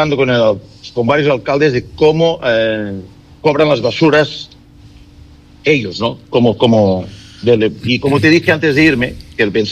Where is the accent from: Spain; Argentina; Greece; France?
Spain; now in Quevedo, Ecuador